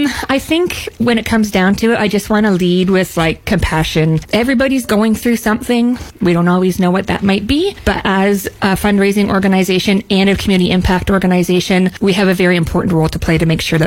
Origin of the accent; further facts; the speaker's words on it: Drumbo, Ontario, Canada; moved away; I'm from Drumbo, so we moved back home when we started having a family